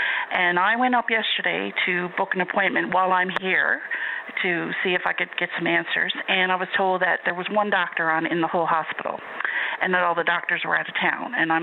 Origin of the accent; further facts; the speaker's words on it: Wabush, Newfoundland and Labrador, Canada; I grew up in Wabash myself. I mean, it was a lovely town. I had a great life.